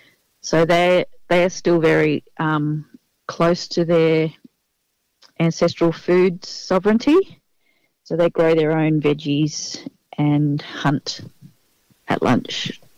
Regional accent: Australia; I'm a born traveller, like I grew up travelling all around Australia

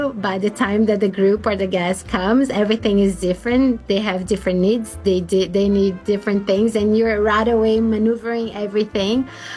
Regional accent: São Paulo, Brazil; moved away; I'm from Sao Paulo, Brazil.

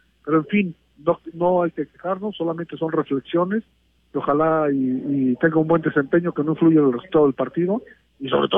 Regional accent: Mexico

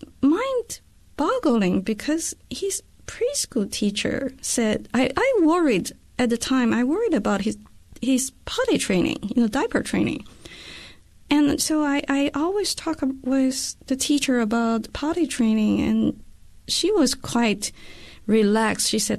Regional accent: China; So I grew up in China, and for instance, when I was little, all the adults would say

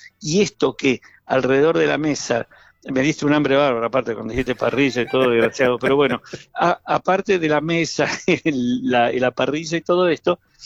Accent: Argentina; soy argentino yo también

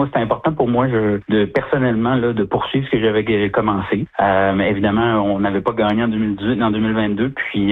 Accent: Alma, Quebec, Canada; Moi, j'ai jamais quitté là, comme plusieurs le savent. Puis en fait, mes voisins sont bien au courant parce que j'habite à Alma. Puis j'ai jamais habité à Québec.

